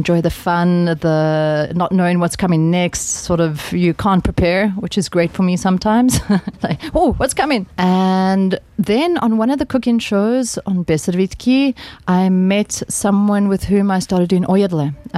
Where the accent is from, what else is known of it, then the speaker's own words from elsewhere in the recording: South Africa; now in Slovakia; I'm a South African who is living in Slovakia. I've been here now for 14 years.